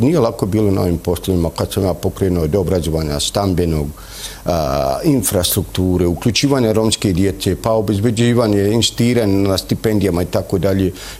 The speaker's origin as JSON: {"language": "Bosnian", "country": "Bosnia & Herzegovina", "said": "ja sam jedini iz Bosne i Hercegovine"}